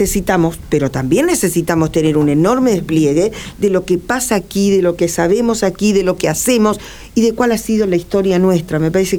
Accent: Santa Fe, Argentina; somos todos santafesinos

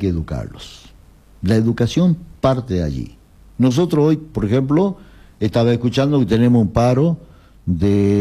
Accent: Argentina; somos los argentinos

